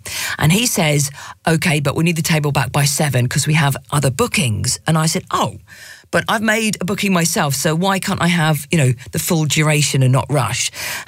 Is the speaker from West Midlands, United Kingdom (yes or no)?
yes; Birmingham, West Midlands, United Kingdom; I'm actually a Brummie and we eat really fast.